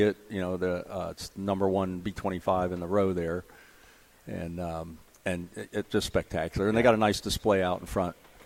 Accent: Columbus, Ohio, United States; now in Dayton, United States; I first dealt with the Raiders and Jimmy Doolittle in 1981 at their reunion in Columbus, Ohio, my hometown.

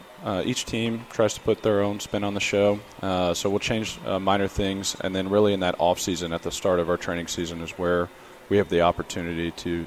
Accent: Davenport, Iowa, United States; moved away; I'm from Davenport, Iowa, so saw them every summer growing up.

